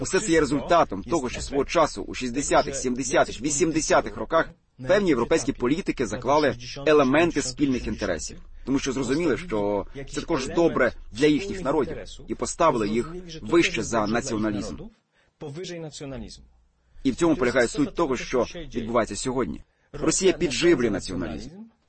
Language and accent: Ukrainian; Poland; Ми поляки